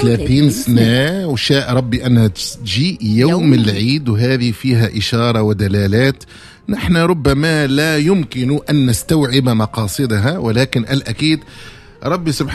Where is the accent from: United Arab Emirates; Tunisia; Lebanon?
Tunisia; أنا مواطن تونسي مسلم